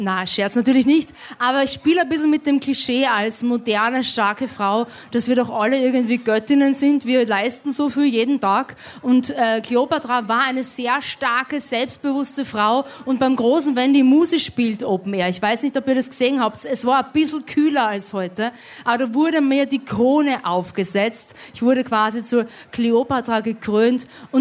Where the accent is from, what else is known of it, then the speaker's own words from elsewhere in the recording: Austria; wir in Österreich, wir haben die beste Küche.